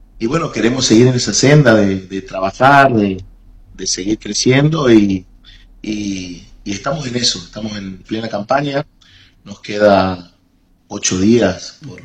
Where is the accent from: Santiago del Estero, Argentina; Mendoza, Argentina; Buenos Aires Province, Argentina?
Santiago del Estero, Argentina; Pinto; soy oriundo de Pinto, nacido y criado aquí.